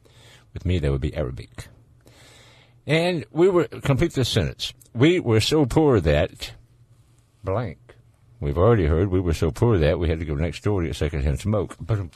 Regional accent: the South, United States; accent: Southern; About as close to the accent I can do is the way I sound right now. And that's it. That's my Southern accent.

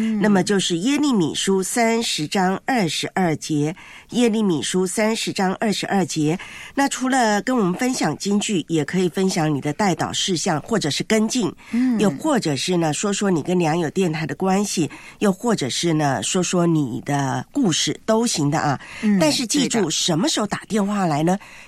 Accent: Taiwan; moved away; 我记得我在我的老家台湾呢

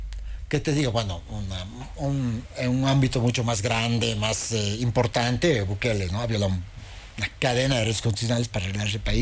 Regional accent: Bolivia; Ha cambiado los valores que teníamos como bolivianos.

